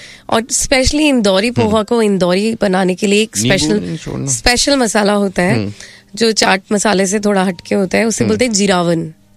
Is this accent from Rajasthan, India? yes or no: yes; Kota, Rajasthan, India; now in Melbourne, Australia; मैं तो कोटा से हूँ.